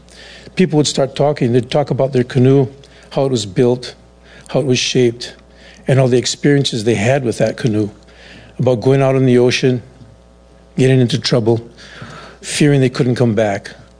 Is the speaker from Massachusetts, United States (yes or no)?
no; Honokaa, Hawaii, United States; also born or lived in Laupahoehoe; I was born in Lapu'ihoi, but grew up in Honoka'a. And while my last name is Swedish, I was raised in a Portuguese family.